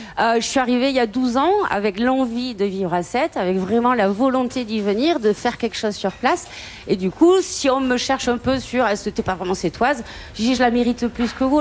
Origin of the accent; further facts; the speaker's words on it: Béziers, Occitanie, France; À la base de Béziers.